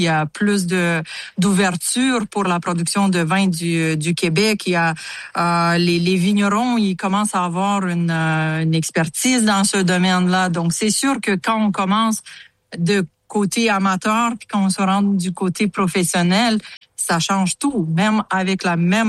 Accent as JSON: {"language": "French", "country": "Moldova", "tie": "born or raised there", "moved": "yes", "lives_now": "Yamachiche, Canada", "said": "Je suis originaire de Moldavie en Moldavie, on a fait beaucoup, beaucoup de vin. Donc, le vin, on l'a un petit peu, les Moldaves, dans notre ADN."}